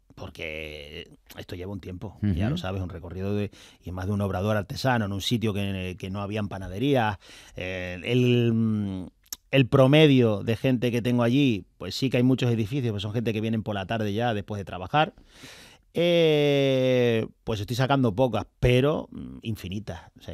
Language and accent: Spanish; Tenerife, Canary Islands, Spain; aunque yo soy de Tenerife